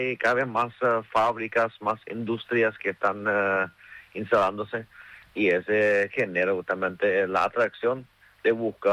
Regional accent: Paraguay

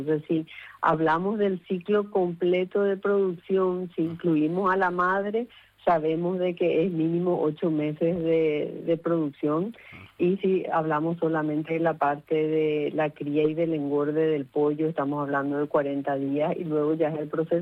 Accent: Paraguay

